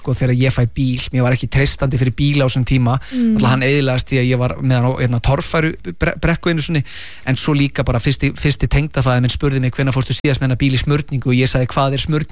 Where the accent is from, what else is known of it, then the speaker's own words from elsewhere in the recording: Vestmannaeyjar, Southern Region, Iceland; ég er frá Vestmannaeyjum ég nýfluttur upp á land